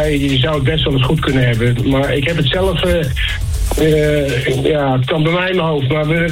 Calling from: Amersfoort, Utrecht, Netherlands; Ik kom uit Amersfoort.

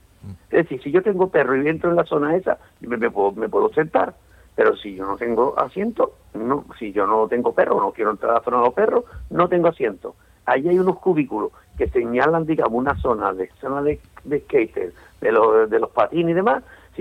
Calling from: Cádiz, Andalusia, Spain; yo de Cádiz.

